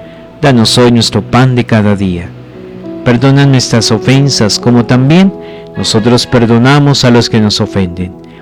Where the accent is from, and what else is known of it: Colombia